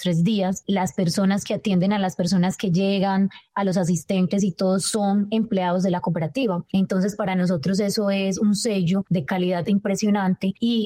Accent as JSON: {"language": "Spanish", "region": "Antioquia", "country": "Colombia", "said": "soy antioqueña"}